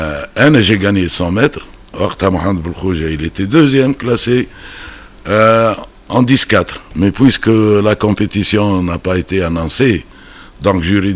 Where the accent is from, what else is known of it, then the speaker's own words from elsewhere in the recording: Tunisia; المشكله احنا عندنا في تونس لهناس كو ديما نذكروا لا بيرفورمانس